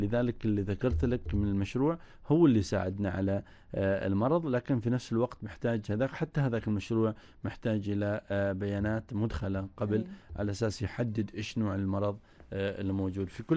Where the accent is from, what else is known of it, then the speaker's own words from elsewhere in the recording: Oman; هل عندنا بالفعل في عمان أماكن مفتوحة للخيار بكميات كبيرة